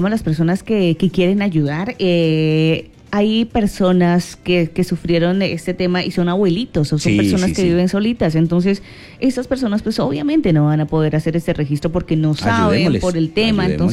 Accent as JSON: {"language": "Spanish", "country": "Colombia"}